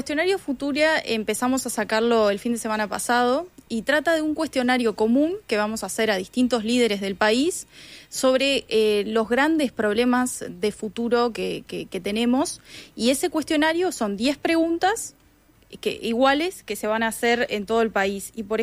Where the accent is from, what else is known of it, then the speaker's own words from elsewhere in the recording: Uruguay; qué futuro queremos como uruguayos.